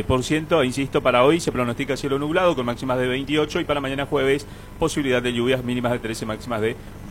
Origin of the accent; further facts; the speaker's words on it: General Alvear, Argentina; Sí, amigos oyentes de General. Y bueno, somos de Alvear, somos gente buena.